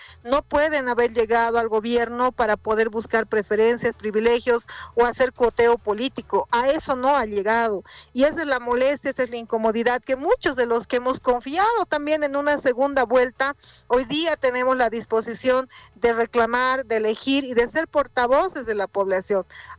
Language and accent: Spanish; El Alto, La Paz, Bolivia; como es mi ciudad natal, la ciudad del Alto